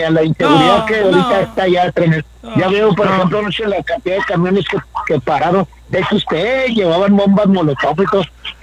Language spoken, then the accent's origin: Spanish; Mexico; Pues eso nos perjudica a todos como mexicanos.